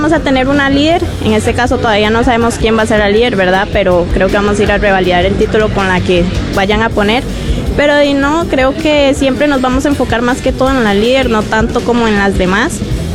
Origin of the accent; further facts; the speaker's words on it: Cartago, Costa Rica; soy de Cartago